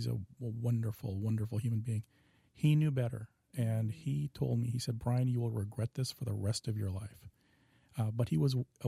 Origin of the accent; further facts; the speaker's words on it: Seattle, Washington, United States; I grew up in Seattle in a pretty normal childhood.